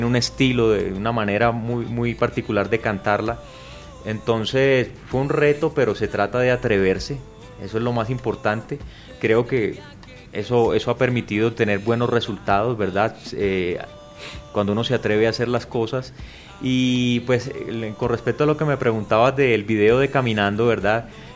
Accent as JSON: {"language": "Spanish", "town": "Montería", "region": "Córdoba", "country": "Colombia", "tie": "born there", "said": "de una mamá antioqueña, un papá vallecaucano, que se fueron a vivir allá a la costa. Se conocieron, se casaron y bueno, ahí nació mi hermano y nací yo."}